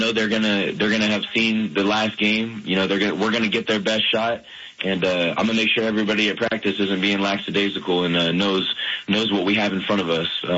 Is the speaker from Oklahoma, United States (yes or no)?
yes; Oklahoma, United States; born there; I was born in Oklahoma